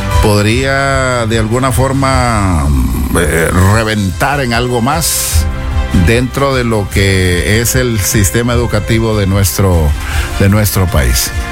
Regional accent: Honduras; pero así somos los hondureños.

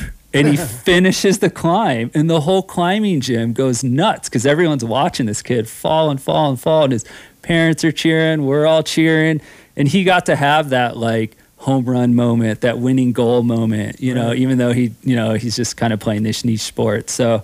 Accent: Eaton, Colorado, United States; I grew up in Eaton, Colorado. Oh, it's near Fort Collins, a little farm town.

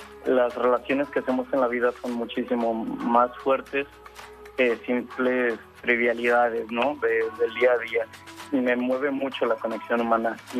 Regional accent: Ciudad del Carmen, Campeche, Mexico; Ciudad del Carmen, que es mi tierra natal

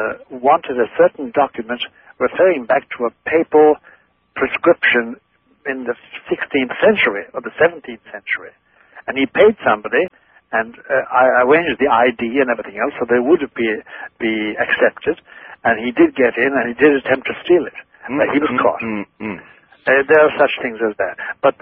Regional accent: Ireland; first language Irish Gaelic; English is a second language; My Gaelic language, my native tongue Gaelic

